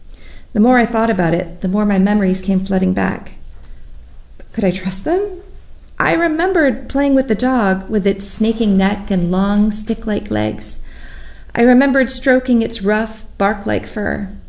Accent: Volcano, Hawaii, United States; I grew up in Volcano.

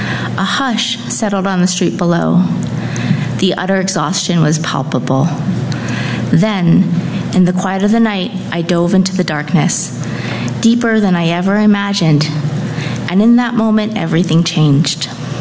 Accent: Kailua, Hawaii, United States; Growing up in Kailua, at the toes of the Ko'olau, I was the kind of kid who went places.

